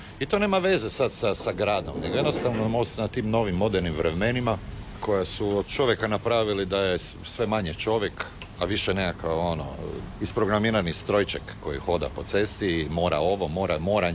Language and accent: Croatian; Zagreb, City of Zagreb, Croatia; rođen sam tamo na Staroj Peščenici, gdje su se odigravali u principu, a i zanimljivo je što su Smogovci snimani i u Trnju, tu gdje sam ja odraso